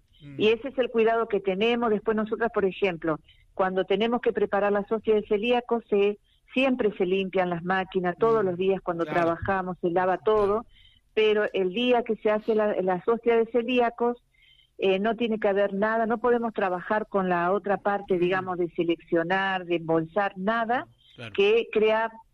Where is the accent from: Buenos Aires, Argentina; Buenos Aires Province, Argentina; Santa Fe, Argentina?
Santa Fe, Argentina; Rosario; Yo, de Rosario.